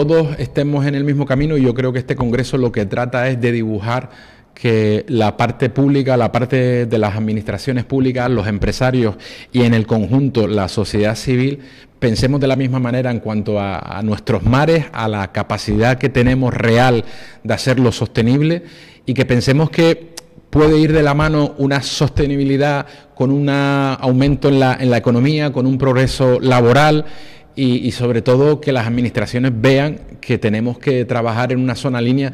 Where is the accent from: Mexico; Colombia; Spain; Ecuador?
Spain; Canary Islands; nosotros como canarios